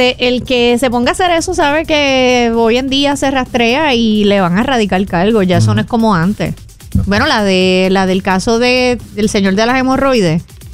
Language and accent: Spanish; Puerto Rico